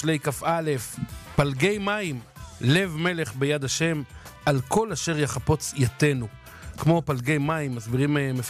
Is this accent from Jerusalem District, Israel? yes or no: yes; Jerusalem, Jerusalem District, Israel; אני ירושלמי, כן.